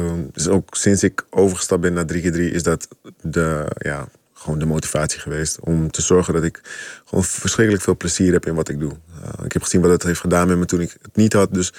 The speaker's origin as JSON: {"language": "Dutch", "town": "Amsterdam", "region": "North Holland", "country": "Netherlands", "said": "ik kom uit de Bijlmer"}